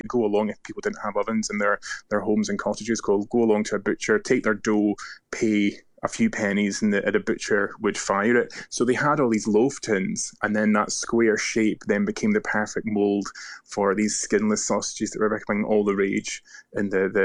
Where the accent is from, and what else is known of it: Scotland, United Kingdom